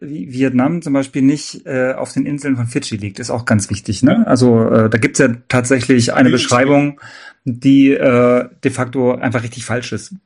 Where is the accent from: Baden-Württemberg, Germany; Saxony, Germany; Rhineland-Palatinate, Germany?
Saxony, Germany; Ja, wir kommen aus Sachsen.